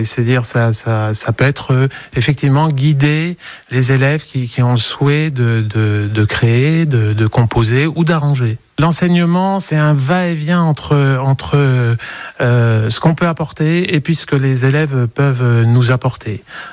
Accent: Bourges, Centre-Val de Loire, France; En fait, je suis de Bourges, donc j'ai commencé à enseigner dans les environs de Bourges

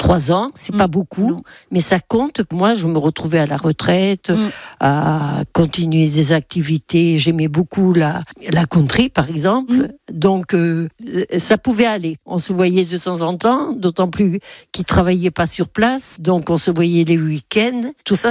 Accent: Massif Central, France; now in Cambo-les-Bains, France; j'ai 79 ans, je suis originaire du Massif Central.

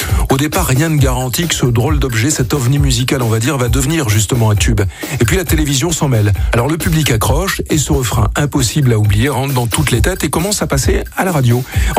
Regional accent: France; Et chez nous en France

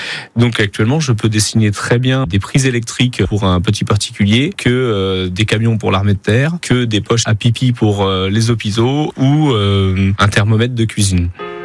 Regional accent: Auvers-le-Hamon, Pays de la Loire, France; J'ai grandi à Auvers-le-Hamont, donc à côté de Sablé-sur-Sarthe, bercé par la famille.

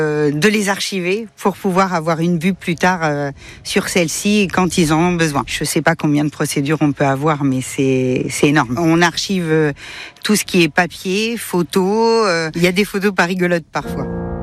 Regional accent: Nouvelle-Aquitaine, France; moved away as an adult; now in Sarthe, France; j'ai 49 ans, je viens des Deux-Sèvres, je suis arrivée en Sarthe en 2011

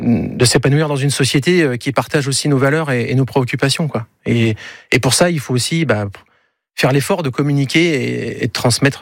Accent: Grand Est, France; moved away; En plus les Vosges, c'est là où j'ai grandi. Hein. J'ai passé mes 20 premières années.

